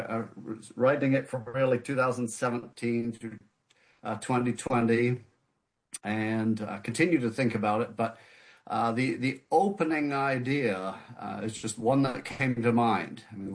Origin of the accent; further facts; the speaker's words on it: United Kingdom; born and raised in the United Kingdom, my dad is from Detroit. My mother is from the south of England.